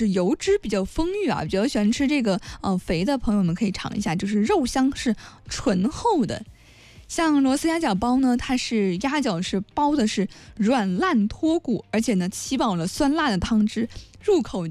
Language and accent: Chinese; Guangxi, China; 是刻在我们广西人骨子里的节日习惯